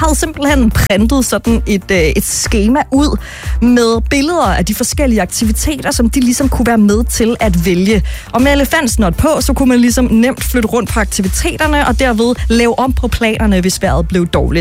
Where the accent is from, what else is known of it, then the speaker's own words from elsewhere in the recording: Vordingborg, Zealand, Denmark; moved away; min hjemstavn, Vordingborg 4760, hvor jeg altså er opvokset og har tilbragt det meste af min folkeskoletid